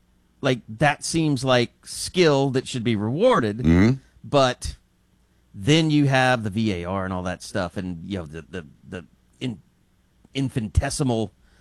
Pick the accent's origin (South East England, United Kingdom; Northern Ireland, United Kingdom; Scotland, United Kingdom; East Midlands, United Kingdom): Scotland, United Kingdom; As a Scotsman